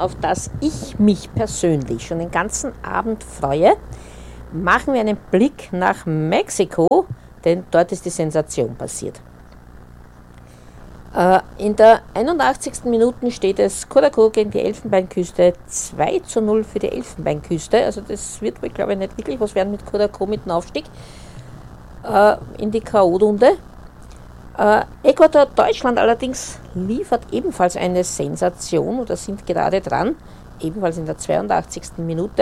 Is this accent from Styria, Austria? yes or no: no; Vienna, Austria; Als Wiener Mädel ist es natürlich selbstverständlich, dass ich diesem Geburtstag Rechnung trage.